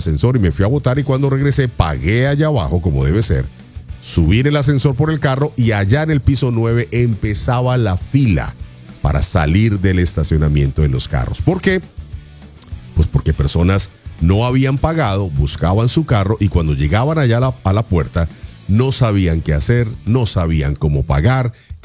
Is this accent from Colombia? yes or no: yes; Colombia; moved away